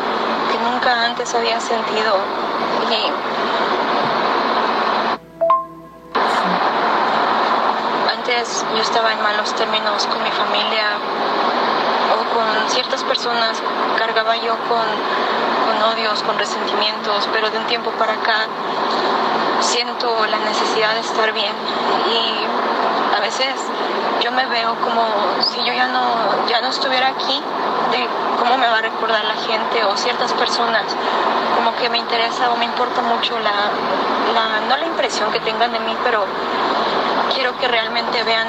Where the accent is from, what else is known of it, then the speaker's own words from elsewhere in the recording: Mexico City, Mexico; now in Texas, United States; estoy llamando desde el estado de Texas, pero soy originaria de la Ciudad de México.